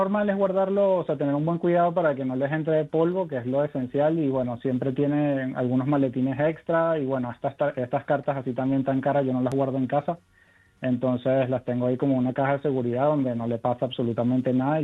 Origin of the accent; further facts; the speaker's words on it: Venezuela; Oye, lo que pasa es que yo de español no tengo ninguno, creo yo, la verdad. Yo soy venezolano